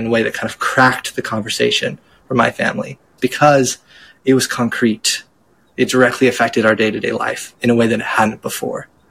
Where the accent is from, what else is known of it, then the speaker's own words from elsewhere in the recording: San Diego, California, United States; But I grew up in San Diego. And if you're familiar with Southern California, we have a lot of fires and increasingly a lot of fires.